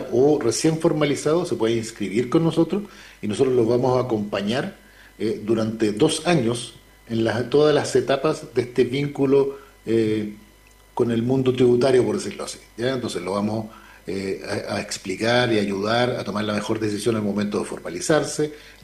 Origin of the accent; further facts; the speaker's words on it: Los Andes Province, Valparaíso, Chile; de la provincia de los Andes, de hecho, mi provincia, yo soy andino